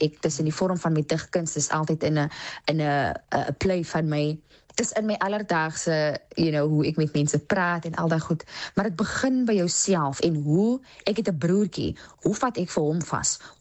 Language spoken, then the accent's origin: Afrikaans; Paarl, Western Cape, South Africa; ek is gebore en getoe in die Perel. Mense is geskok as hulle vra, jou hele lewe lank, sê ek ja, en ek sal nooit uit die Perel uittrek nie.